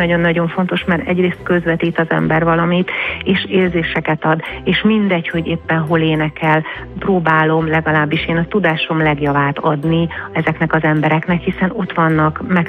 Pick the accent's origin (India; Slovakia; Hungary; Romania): Romania; Székely Land; born or raised there